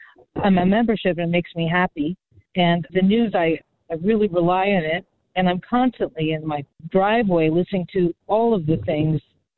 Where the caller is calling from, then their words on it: Falcon, Colorado, United States; I'm from Falcon